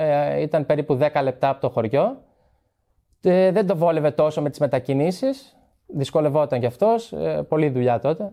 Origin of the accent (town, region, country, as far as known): Trikala, Central Macedonia, Greece; born or raised there